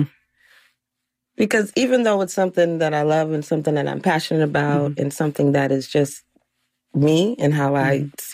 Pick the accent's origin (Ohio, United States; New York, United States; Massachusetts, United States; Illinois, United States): New York, United States; born or raised there